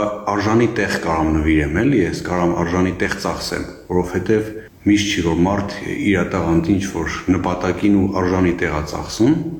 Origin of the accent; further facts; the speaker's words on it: Vanadzor, Lori, Armenia; Ասեմ, որպես վանաձորցի շատ արագ ինտեգրվեցի խումբ